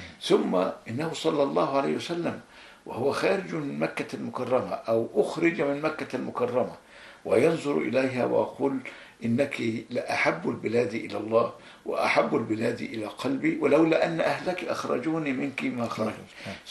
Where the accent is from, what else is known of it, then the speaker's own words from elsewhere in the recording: Egypt; أنا لم أجد تعارضا أبدا ما بين كوني مصري وكوني مسلم وبين كوني أدافع عن هذا البلد.